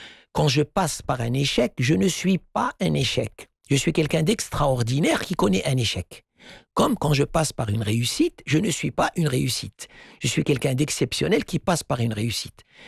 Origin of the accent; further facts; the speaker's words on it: Morocco; Un exemple chez nous au Maroc